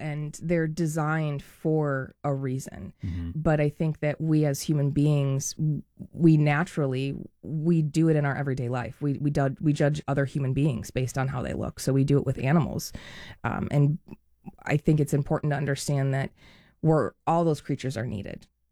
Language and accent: English; Cleveland, Ohio, United States; moved away as an adult; now in Tampa, United States; I'm actually originally from Cleveland, Ohio. I moved to Tampa 6.5 years ago